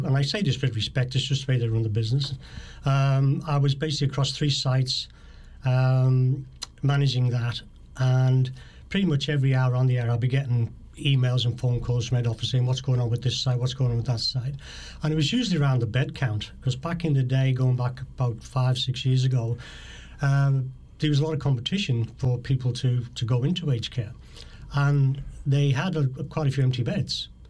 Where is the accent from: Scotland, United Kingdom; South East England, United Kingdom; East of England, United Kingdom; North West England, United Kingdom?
North West England, United Kingdom; Liverpool; moved away as an adult; now in Australia; I'm from Liverpool, which is northwest of England.